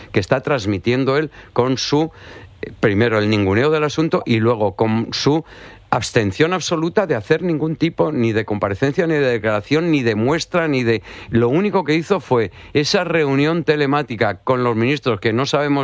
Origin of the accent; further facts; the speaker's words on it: Ceuta, Spain; yo soy ceutí y me acuerdo de su abuela